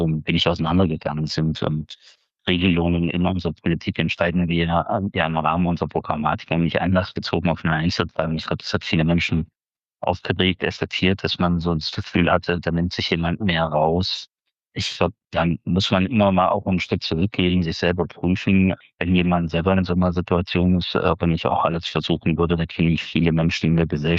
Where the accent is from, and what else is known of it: Jena, Thuringia, Germany; born or raised there